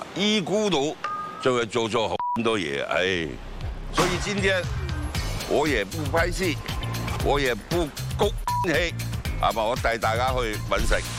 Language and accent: Chinese; Tianjin, China; now in Hong Kong; 我是天津人，没有忘本，我普通话讲的还可以啊。